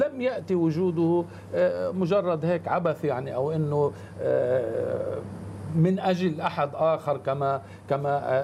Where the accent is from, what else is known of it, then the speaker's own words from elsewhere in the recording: Naqoura, South Governorate, Lebanon; moved away; أنا ابن بلدة حدودية اسمها الناقورة، أنا أعيش منذ العام 1967 تحت الاحتلال، بمعنى احتلال غير مباشر ثم احتلال مباشر. غبت عن بلدتي 22 عاما.